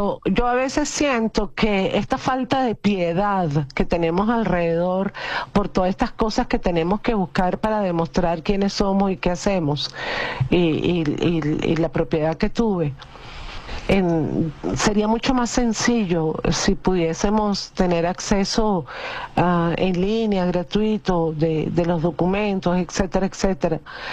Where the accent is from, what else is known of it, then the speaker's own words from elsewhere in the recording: Venezuela; si bien yo no viví en La Guaira, yo tuve mi vida también en La Guaira, como muchos venezolanos.